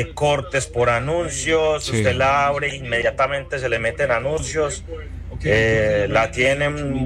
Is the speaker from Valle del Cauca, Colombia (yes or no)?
no; Medellín, Antioquia, Colombia; accent: Medellín; Usted es colombiano, usted es de Medellín, por mi acento. Por mi acento me reconocen donde sea acá.